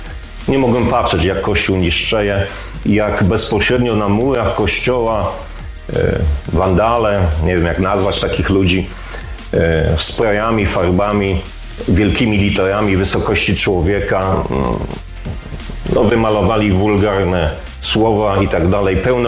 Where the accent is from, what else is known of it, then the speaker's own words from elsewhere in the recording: Mogilno, Kuyavian-Pomeranian Voivodeship, Poland; born there; now in Inowrocław, Poland; Nie jestem urodzony Inowrocławianinem. Wszyscy się dziwią właśnie. Urodziłem się w Mogilnie, czyli niedaleko, Żabiskok, ale od 1988 roku przeprowadziłem się do Inowrocławia, tutaj się ożeniłem, tutaj zamieszkałem